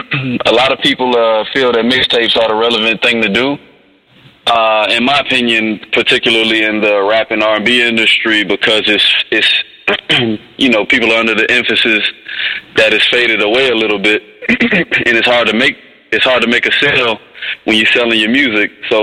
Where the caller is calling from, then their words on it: Atlanta, Georgia, United States; I'm calling from Atlanta.